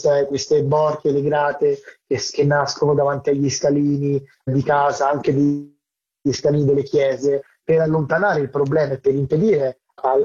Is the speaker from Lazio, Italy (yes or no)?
yes; Rome, Lazio, Italy; born or raised there